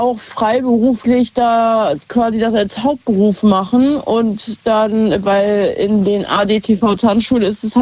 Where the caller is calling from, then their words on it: Hanover, Lower Saxony, Germany; Aus Hannover tatsächlich.